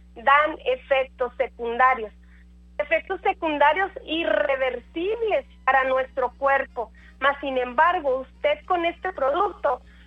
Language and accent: Spanish; Chihuahua, Mexico; moved away; also born or lived in Detroit, Michigan / Mexico City; Yo estaba estudiando química allá en la Ciudad de México, ¿verdad? Yo soy de Chihuahua.